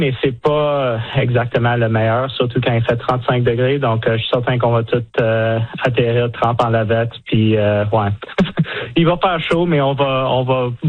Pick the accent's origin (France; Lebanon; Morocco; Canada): Canada; Saguenay, Quebec; also born or lived in Greenwood / Angus; Je suis originaire de Saguenay, Québec. Mon père était militaire, par contre. Fait que j'ai passé 7 ans à Québec, un autre 7 ans en Greenwood, en Nouvelle-Écosse. Puis après ça, en Angus, en Ontario.